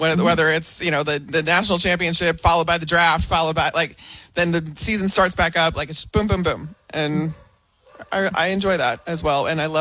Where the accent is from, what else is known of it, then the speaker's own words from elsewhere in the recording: Chicago, Illinois, United States; And then I grew up in Chicago.